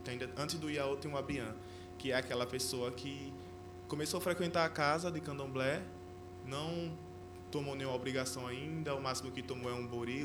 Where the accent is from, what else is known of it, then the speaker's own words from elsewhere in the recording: Lagarto, Sergipe, Brazil; eu sou daqui do Lagarto